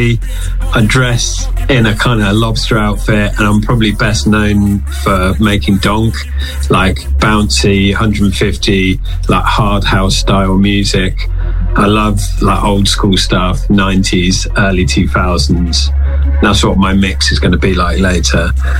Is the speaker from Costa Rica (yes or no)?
no; Devon, South West England, United Kingdom; All right, so I'm from like the South Coast. I'm from Devon